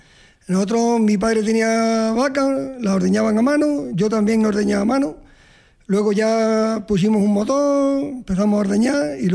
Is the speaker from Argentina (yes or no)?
no; Villanueva del Duque, Andalusia, Spain; de Villanueva del Duque.